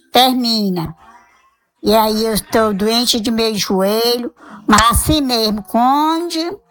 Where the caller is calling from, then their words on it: Coelho Neto, Maranhão, Brazil; Sou aqui de Coelho Neto.